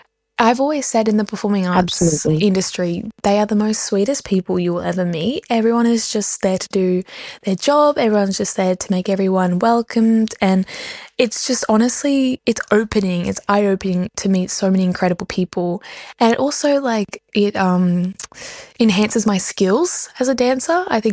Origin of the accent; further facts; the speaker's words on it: Moree, New South Wales, Australia; they'd ask me where I was from, assuming I was from Sydney, and I'd be like, Moree